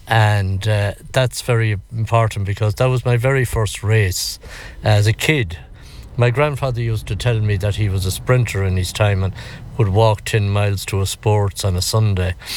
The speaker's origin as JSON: {"language": "English", "town": "Ballyhaunis", "region": "Connacht", "country": "Ireland", "tie": "born there", "also_born_or_lived": "Dublin", "moved": "yes", "said": "There's a good story about leaving Ballyhaunas. I wasn't supposed to live when I was born in the Old Coombe in Dublin"}